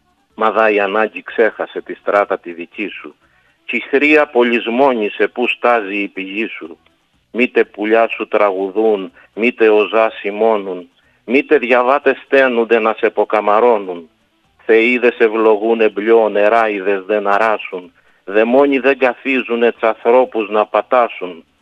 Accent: Dafnes, Crete, Greece; Το αφιερώνω στο χωριό μου στις Δαφνές

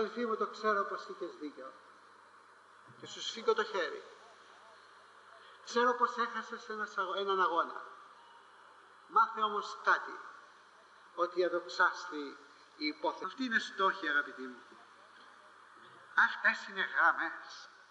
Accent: Corfu, Ionian Islands, Greece; moved away; στην πατρίδα μου την Κέρκυρα

